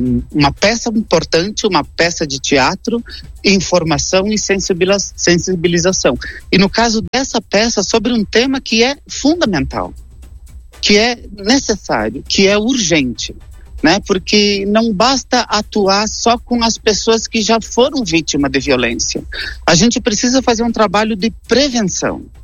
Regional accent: Erechim, Rio Grande do Sul, Brazil; Então, somos de Erechim, mas somos da cidade que tiver interessado no nosso trabalho.

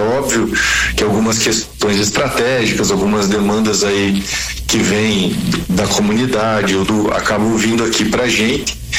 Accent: Santa Catarina, Brazil; now in Bento Gonçalves, Brazil; Eu sou natural de Santa Catarina.

